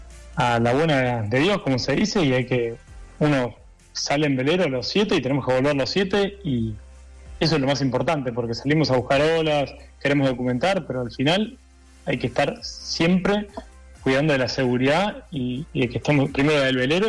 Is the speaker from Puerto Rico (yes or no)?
no; Buenos Aires Province, Argentina; Somos de la costa de Buenos Aires.